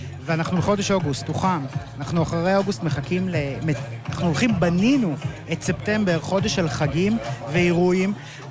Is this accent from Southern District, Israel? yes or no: no; Haifa, Haifa District, Israel; אנחנו כחיפאים גדלנו על כל המוסדות.